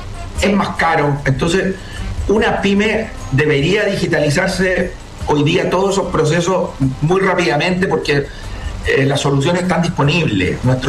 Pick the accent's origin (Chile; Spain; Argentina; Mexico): Chile